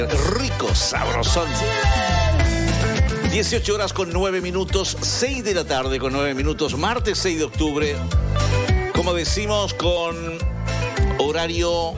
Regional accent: Chile; ya estamos acostumbrados como chilenos a eso

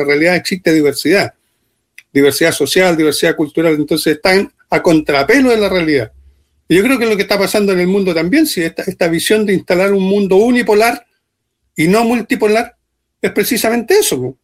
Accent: Chile

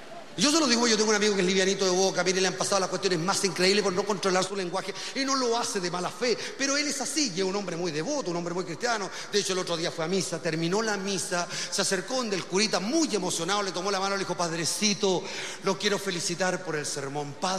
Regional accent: Purén, Araucanía, Chile; moved away; mi infancia en Purén, disfrutando del verano en ese río, el río de Purén

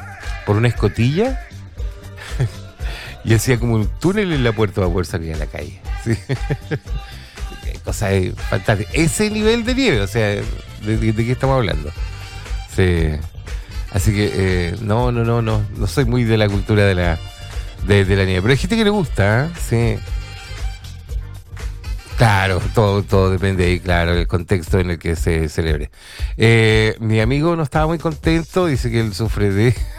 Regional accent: Rayenco, Biobío, Chile; born there; Sí, yo siempre les cuento, yo nací en Rayenco. Fui uno de los privilegiados en nacer en Rayenco, un lugar que ya no existe.

